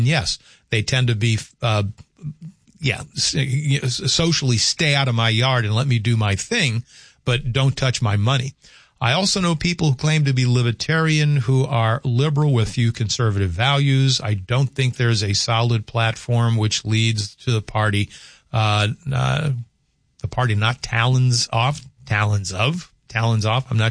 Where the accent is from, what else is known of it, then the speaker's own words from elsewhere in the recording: the South, United States; I should know this as a Southerner